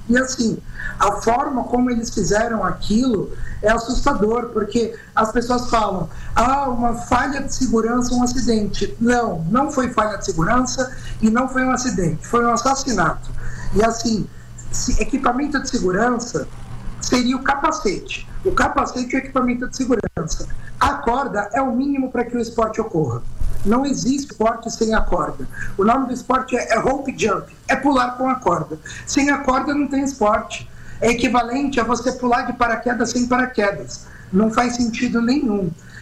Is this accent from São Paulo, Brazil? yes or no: yes; São Paulo, Brazil; Eu sou do litoral, aqui da Baixada.